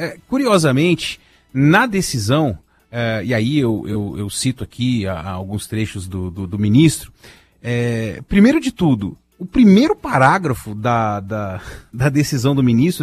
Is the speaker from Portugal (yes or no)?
no; Brasília, Federal District, Brazil; como brasiliense eu digo isso